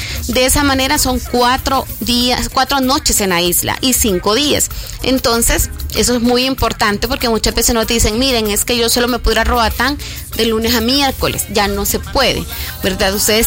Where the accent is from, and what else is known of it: El Salvador